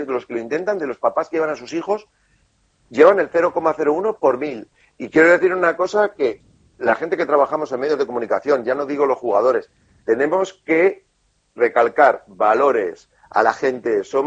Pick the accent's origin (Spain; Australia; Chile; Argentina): Spain; los españoles no olvidamos lo que vosotros hicisteis por nosotros hace generaciones